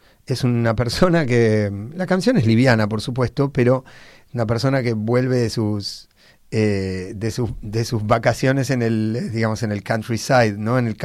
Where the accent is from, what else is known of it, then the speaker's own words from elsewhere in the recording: Buenos Aires, Argentina; me habla también de mi apego a mi ciudad, que es Buenos Aires.